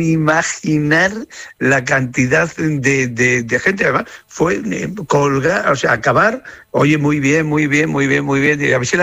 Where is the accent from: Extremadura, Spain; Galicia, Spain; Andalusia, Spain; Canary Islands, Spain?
Extremadura, Spain; Trujillo; Curiosamente, las primeras personas que me he encontrado han sido de mi pueblo, de Trujillo.